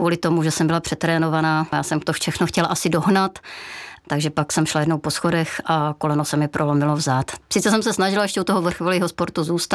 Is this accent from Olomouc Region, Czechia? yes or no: yes; Jeseník, Olomouc Region, Czechia; Úplně ne, já pocházím z Jeseníku a i když jsem bydlela v horách